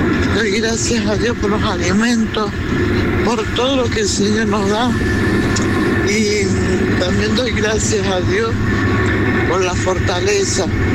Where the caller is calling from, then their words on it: San Martín, Argentina; de San Martín.